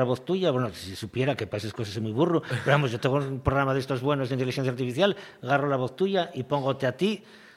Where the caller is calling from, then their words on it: Mieres, Asturias, Spain; vivo en Mieres, en un pueblo de Mieres